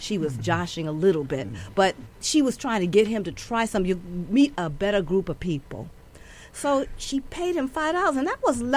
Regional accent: New York, United States; born there; also born or lived in Harlem, New York / Bronx, New York; I was born in Columbia Presbyterian, not too far from here.

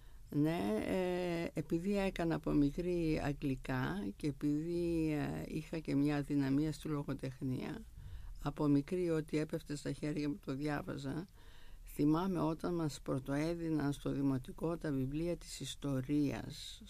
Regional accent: Thessaloniki, Central Macedonia, Greece; Λοιπόν, εγώ γεννήθηκα στη Θεσσαλονίκη, μεγάλωσα στη Θεσσαλονίκη. Η πρώτη μου γειτονιά ήταν η πλατεία Υποδρομίου.

